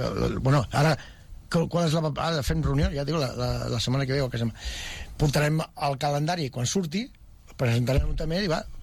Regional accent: Terrassa, Catalonia, Spain; now in Sabadell, Spain; Aunque soc fill de Terrassa, però ja estic ben pes... Bueno, aquí, estic més dies aquí que allà.

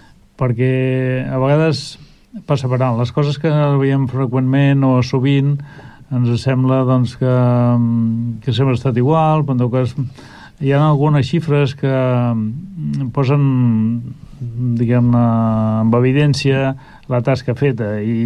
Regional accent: Catalonia, Spain; aquesta essència que som de catalans

